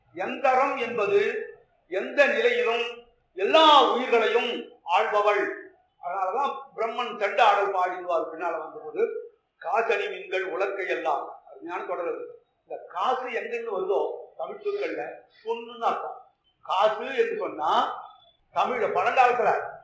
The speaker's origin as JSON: {"language": "Tamil", "town": "Kanchipuram", "region": "Tamil Nadu", "country": "India", "said": "நான் காஞ்சிபுரத்தை சேர்ந்தவன்றதுனால"}